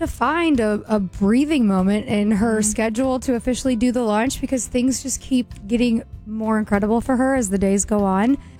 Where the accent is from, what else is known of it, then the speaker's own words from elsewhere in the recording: St. Louis, Missouri, United States; I'm from St. Louis.